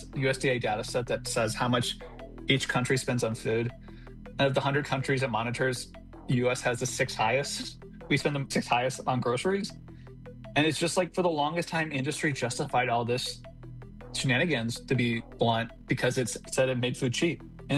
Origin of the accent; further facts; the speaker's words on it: Iowa, United States; Like, I'm from Iowa.